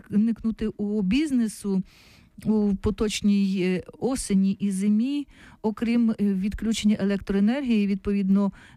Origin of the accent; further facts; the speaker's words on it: Kyiv, Ukraine; Київ, от я можу сказати, як киянка.